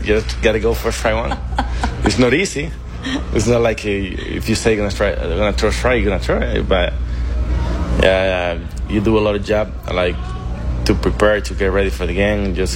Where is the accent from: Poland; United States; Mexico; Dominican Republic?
Dominican Republic; Yeah, I grew up back in Dominican Republic. My father loved the baseball.